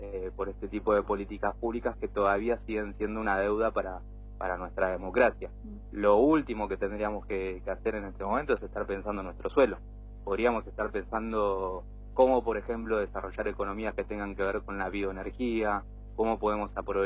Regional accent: Mar del Plata, Buenos Aires Province, Argentina

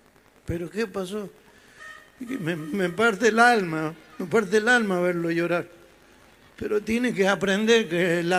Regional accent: Mendoza, Argentina; Sí, como buen mendocino, los vamos a comer unos mondiolos, unos chorizos con cebená.

